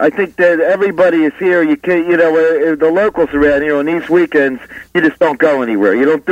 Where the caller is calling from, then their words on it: Atlantic City, New Jersey, United States; down by the shore in Atlantic City.